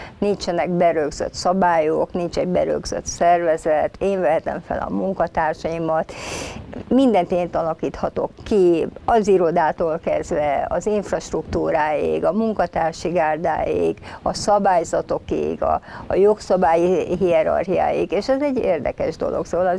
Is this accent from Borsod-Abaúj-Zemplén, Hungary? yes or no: no; Budapest, Hungary; én tényleg a belvárosban, Manács-téri házakban nevelkedtem